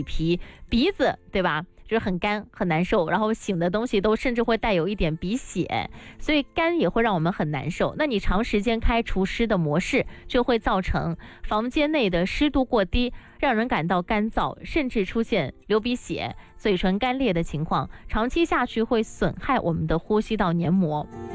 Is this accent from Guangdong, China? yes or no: yes; Guangdong, China; 对于我们广东人来说，我们深圳的这个气候